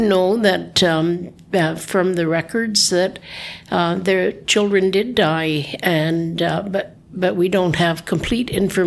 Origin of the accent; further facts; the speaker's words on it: Whitehorse, Yukon, Canada; Well, I was born and raised here in Whitehorse.